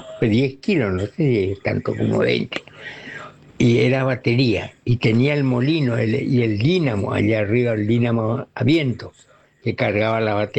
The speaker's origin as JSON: {"language": "Spanish", "town": "Clorinda", "region": "Formosa", "country": "Argentina", "said": "Yo soy nacido en el 53, así que tengo 70 y pico de años, ¿eh? Así que soy formoseño, argentino de Clorinda, Formosa"}